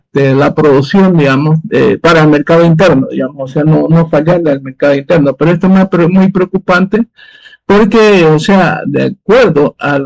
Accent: Bolivia; A mí lo más interesante es que nosotros, como boliviano, tenemos que tener en cuenta lo siguiente.

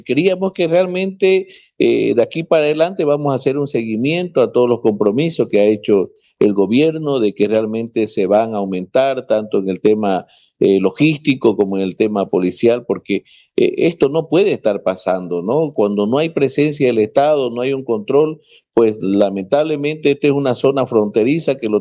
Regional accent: Bolivia; porque al final todos somos bolivianos y necesitamos que realmente haya un plan estratégico a nivel nacional, ¿no?

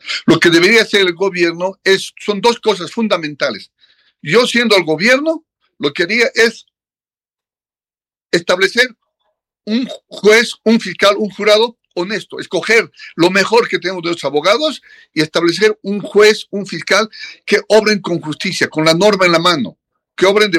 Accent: Bolivia

